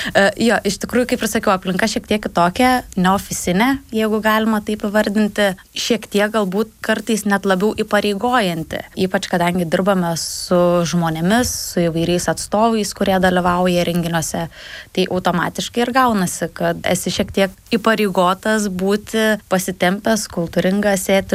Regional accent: Šiauliai County, Lithuania; Esu kilusi iš Akmenės rajono, iš dar mažesnio šiek tiek nutolusio miestelio, bet visada širdis buvo čia

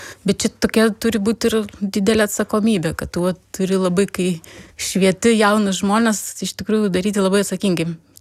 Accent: Kaunas, Kaunas County, Lithuania; aš gimiau ir užaugau savo mylimam Kaune.

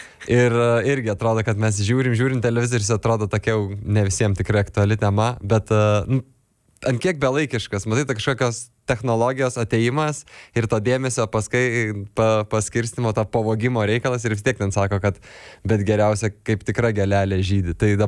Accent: Vilnius, Vilnius County, Lithuania; Šiaip aš vilnietis pagrinde

